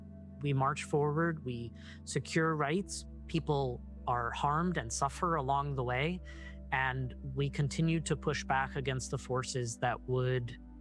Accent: Colorado Springs, Colorado, United States; born or raised there

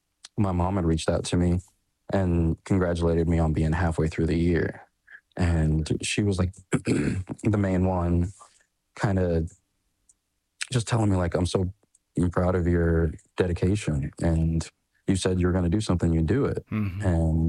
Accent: Texas, United States; It's a big part of why I was so afraid of being myself growing up, because it's just like, yeah, we're not as... We tend to not be as open-minded as other places.

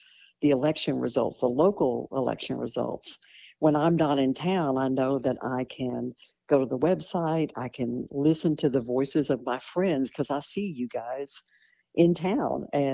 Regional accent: Marfa, Texas, United States; I was born and raised in Marfa.

